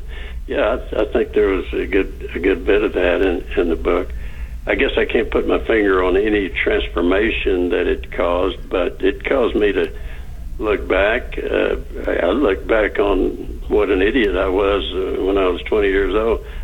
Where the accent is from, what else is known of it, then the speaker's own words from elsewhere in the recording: Texas, United States; I was raised out in West Texas.